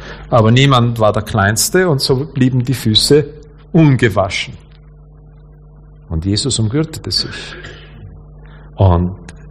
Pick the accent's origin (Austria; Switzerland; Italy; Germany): Austria; Wie gesagt, ich komme aus Österreich.